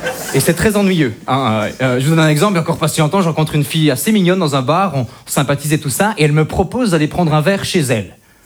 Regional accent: Belgium; Tu me plais beaucoup, hein, mais bon, je viens de Belgique, j'ai une éducation, j'ai des principes.

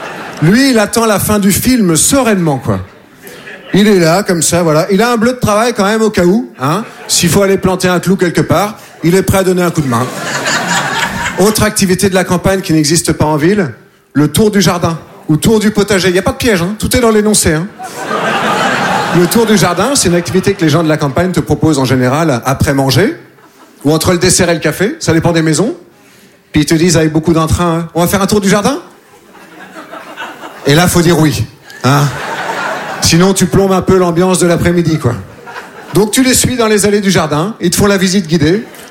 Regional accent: Nouvelle-Aquitaine, France

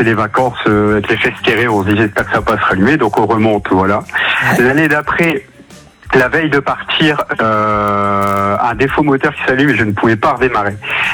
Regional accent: Hauts-de-France, France; On part en vacances, donc je suis du Nord, mon accent doit s'entendre.

